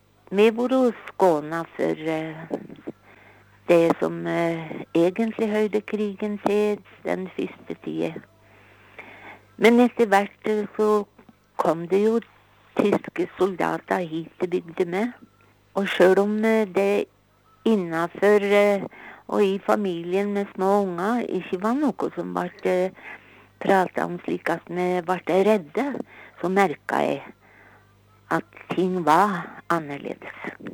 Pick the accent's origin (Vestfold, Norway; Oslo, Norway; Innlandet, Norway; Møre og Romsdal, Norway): Oslo, Norway; born there; Jeg er født i Oslo i 36.